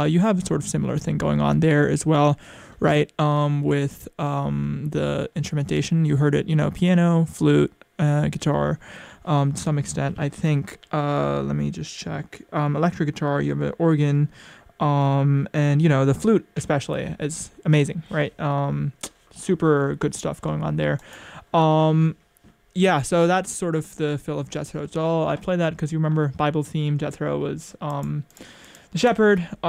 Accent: New York, United States; You know, I'm from New York.

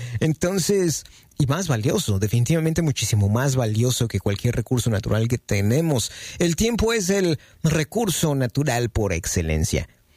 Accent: Mexico; en México les llamamos inquilinos

